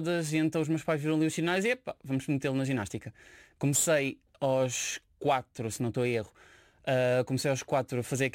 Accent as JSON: {"language": "Portuguese", "town": "Barreiro", "region": "Setúbal", "country": "Portugal", "tie": "born there", "said": "Bem, nasci no Barreiro, tenho 24 anos, nasci a 21 de setembro de 2002"}